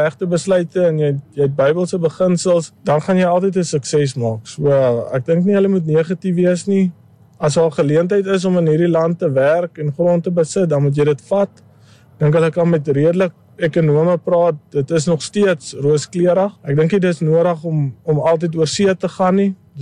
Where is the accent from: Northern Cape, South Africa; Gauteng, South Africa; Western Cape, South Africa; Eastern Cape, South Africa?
Eastern Cape, South Africa; ons kom oorspronkelijk uit die Ooskaap uit, so naby van Stadens rivier het my pa was 'n seibokkar makelaar, en daar het hy gemelk ook, so ek het op 'n melkplaas groot geraak.